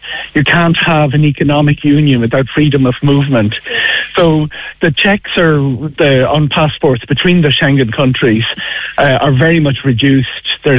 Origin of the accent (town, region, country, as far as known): Ireland